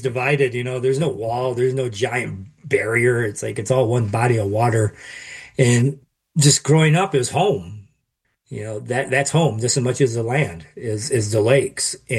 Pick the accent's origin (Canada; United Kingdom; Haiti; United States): United States; Cross Village, Michigan; Like, I grew up in Onomatikamek. Now it's called Cross Village.